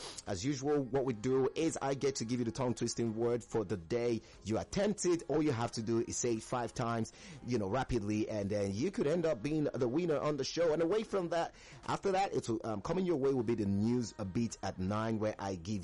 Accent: Nigeria

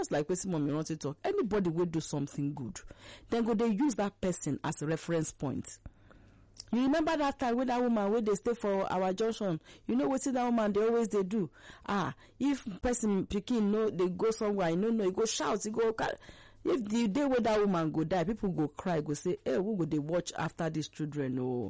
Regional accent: Akwa Ibom, Nigeria; I'm married to Abian man, I'm from Akwa Ibom.

